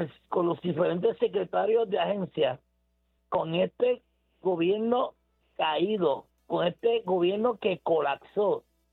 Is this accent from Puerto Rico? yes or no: yes; Puerto Rico; Es que soy puertorriqueña igual que ustedes